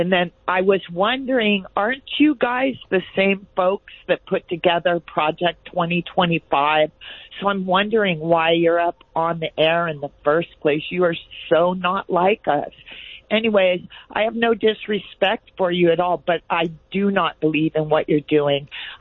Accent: Downey, California, United States; like for me, for instance, I was born in Downey, California. I've been here all my life.

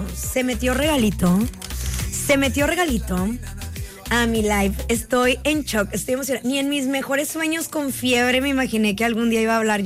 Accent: Mexico; Como yo, soy mexicana, traigo mi nopal en la frente.

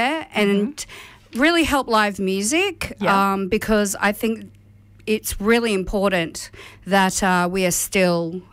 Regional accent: Redlands, Queensland, Australia; I used to sing a lot of ballads growing up around the Redlands.

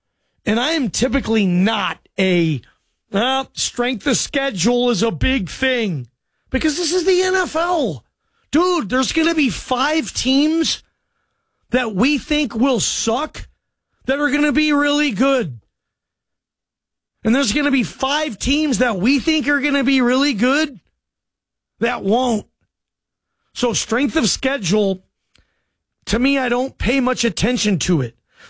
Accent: Seattle, Washington, United States; I was raised in Seattle, grew up there in the 80s and 90s, went to the Kingdom all the time, grew up 10 minutes from the Kingdome.

